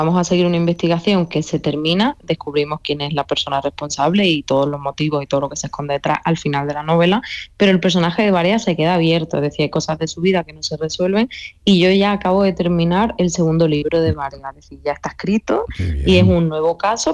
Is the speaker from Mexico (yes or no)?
no; Andalusia, Spain; reivindicar lo andaluz en la cultura también que consumimos, en la literatura que leemos como andaluces.